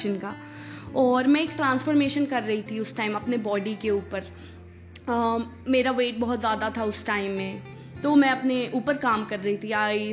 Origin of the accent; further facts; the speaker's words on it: Bihar, India; मैं बिहार से बिलोंग करती हूँ।